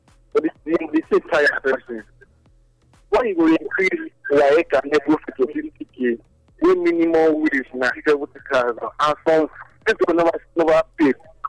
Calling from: Nigeria; we're calling from Adubawa.

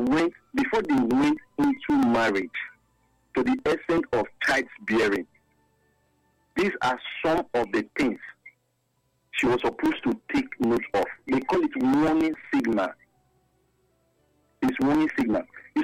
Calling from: Delta, Nigeria; I'm calling from Delta State.

